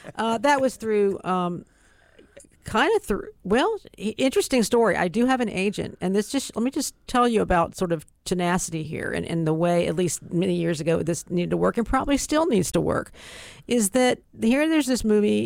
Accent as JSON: {"language": "English", "town": "Durham", "region": "North Carolina", "country": "United States", "tie": "born or raised there", "said": "Well, I was born and raised in Durham, and never left."}